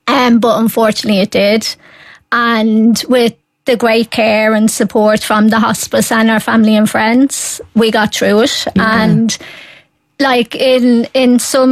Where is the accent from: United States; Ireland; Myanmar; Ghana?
Ireland; Wicklow, Leinster; So we're originally from Wicklow.